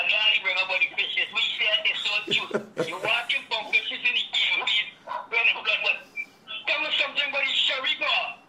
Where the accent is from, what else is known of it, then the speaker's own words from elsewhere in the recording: Queenstown, Pomeroon-Supenaam, Guyana; My childhood days in Queenstown, Essequibo was wonderful.